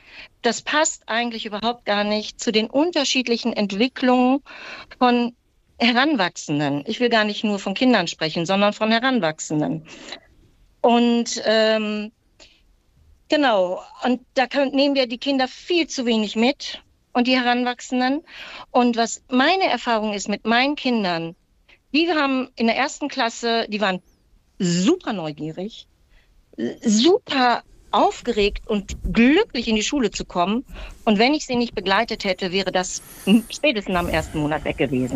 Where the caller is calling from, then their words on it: Westerstede, Lower Saxony, Germany; Genau, ich rufe aus Westerstede bei Oldenburg an.